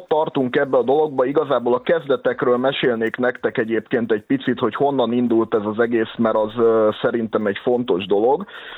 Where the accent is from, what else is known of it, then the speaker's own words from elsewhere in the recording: Hungary; és azt éreztem, hogy újra büszke magyar vagyok.